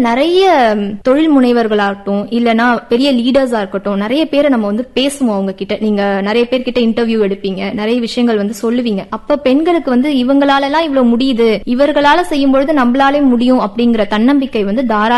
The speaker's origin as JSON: {"language": "Tamil", "region": "Puducherry", "country": "India", "tie": "born there", "said": "மற்ற மொழிகள் வந்து என்னோட புதுச்சேரியில பிறந்ததுனால நம்மளுக்கு ஒரு அட்வான்டேஜ்"}